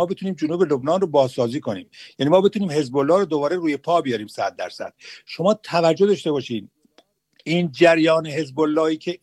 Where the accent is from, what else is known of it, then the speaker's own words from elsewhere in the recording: Iran; من امروز به عنوان یک ایرانی سپاسگزار هستم